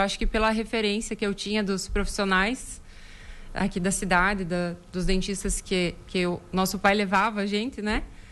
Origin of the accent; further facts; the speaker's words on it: Pinhalzinho, Brazil; eu sou natural aqui de Pinhalzinho, lá da linha Tiradentes.